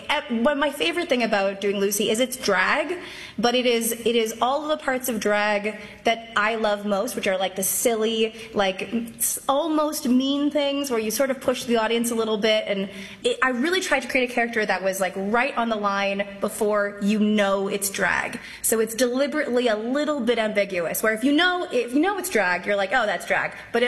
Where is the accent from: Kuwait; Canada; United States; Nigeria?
Canada; So, and I'm Canadian, so it's even worse.